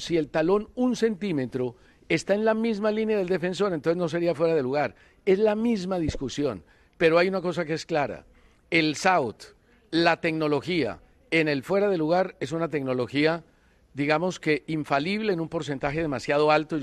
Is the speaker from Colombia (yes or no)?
yes; Colombia; que a uno como colombiano